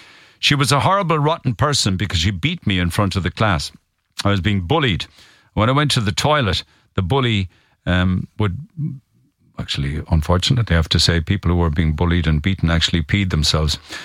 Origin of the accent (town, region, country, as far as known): Silvermines, Munster, Ireland; born or raised there; now in Cork, Ireland